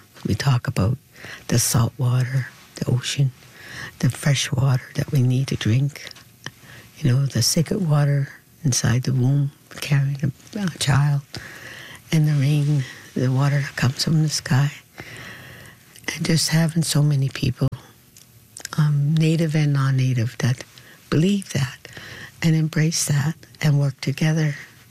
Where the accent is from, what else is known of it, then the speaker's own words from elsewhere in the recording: Nova Scotia, Canada; I'm from Sebaganegri in Mi'kma'ki in Nova Scotia. I reside on the Indian Brook Reserve.